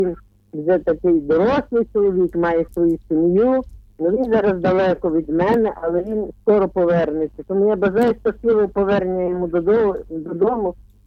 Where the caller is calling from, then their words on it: Lviv Oblast, Ukraine; Я з Львівщини телефоную.